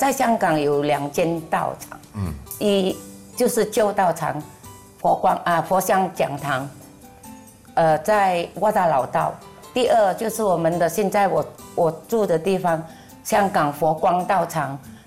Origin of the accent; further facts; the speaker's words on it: Indonesia; now in Hong Kong; 印尼华侨。